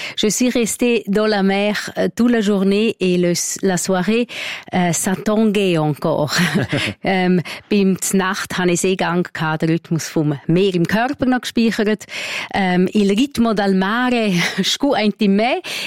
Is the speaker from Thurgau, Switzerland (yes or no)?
no; Graubünden, Switzerland; ich bin in Engadin aufgewachsen, als Bergmeitli.